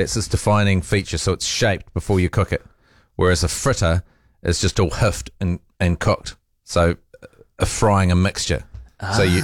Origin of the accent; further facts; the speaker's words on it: South Island, New Zealand; I'm from the South Island as well